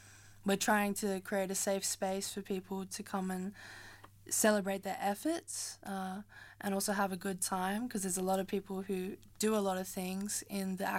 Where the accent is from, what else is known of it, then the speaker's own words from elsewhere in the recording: Wollongong, New South Wales, Australia; Well, I'm an artist from Wollongong, but I'm also someone who cares about Palestine and all the issues going on there.